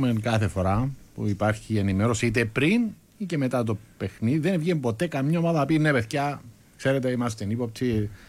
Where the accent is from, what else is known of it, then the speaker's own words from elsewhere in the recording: Greece; Εγώ είμαι Έλληνας.